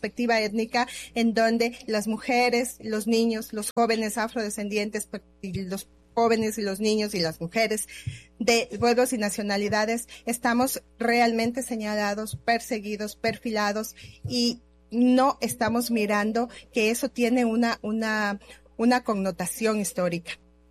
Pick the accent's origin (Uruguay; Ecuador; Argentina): Ecuador; Yo soy ecuatoriana, entonces pensarnos desde esa visión de construcción de un país intercultural donde los afrodescendientes también somos parte